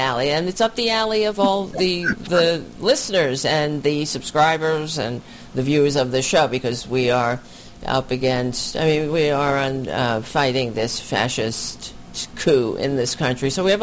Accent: New York, United States; I'm a New Yorker. I'm a New Yorker.

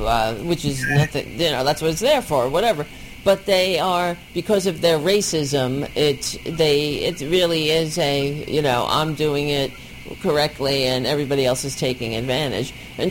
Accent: Staten Island, New York, United States; I grew up on Staten Island, and there, you know, take it from me, there's a bunch of racists there.

